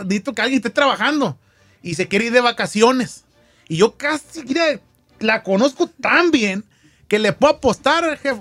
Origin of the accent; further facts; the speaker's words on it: Sinaloa, Mexico; Supuestamente patrón. Yo grito, yo así hablo. Soy de Sinaloa.